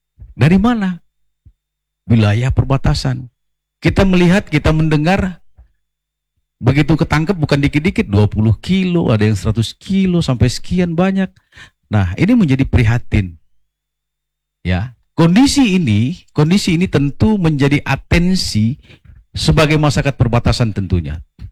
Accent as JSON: {"language": "Indonesian", "region": "West Kalimantan", "country": "Indonesia", "tie": "born or raised there", "said": "asli saya ini orang Sajingan."}